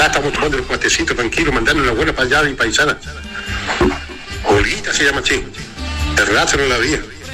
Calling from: Río Negro, Argentina; salimos del laburo, amigo, acá en Río Negro, a Patagonia

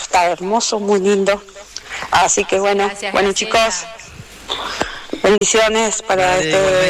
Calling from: Jovita, Córdoba, Argentina; Bueno, saludos de acá desde Jovita.

